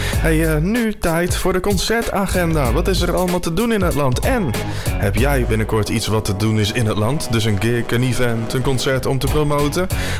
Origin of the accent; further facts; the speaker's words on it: Netherlands; hier mogen we met z'n allen toch als Nederlander zijnde ontzettend trots op zijn.